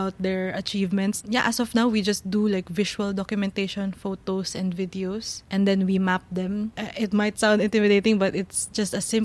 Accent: Philippines; Living in the Philippines, growing up in the Philippines, it is a very different playing field when it comes to navigating our politics and our history.

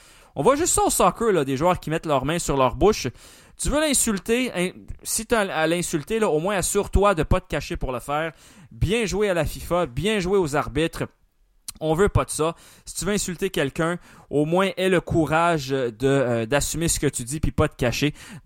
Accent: Tunisia; moved away; Mon pays d'origine, je l'assume, évidemment

